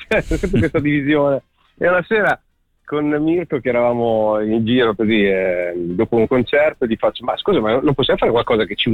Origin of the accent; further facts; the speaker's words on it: Sassuolo, Emilia-Romagna, Italy; Io sono di Sassuolo